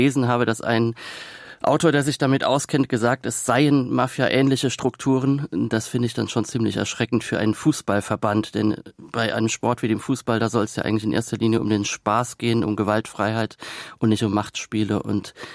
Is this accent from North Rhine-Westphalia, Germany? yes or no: no; Rhineland-Palatinate, Germany; accent: Palatinate dialect (Pfälzisch); moved away; dass ich aus der Pfalz komme und einen Dialekt gesprochen habe, immer schon.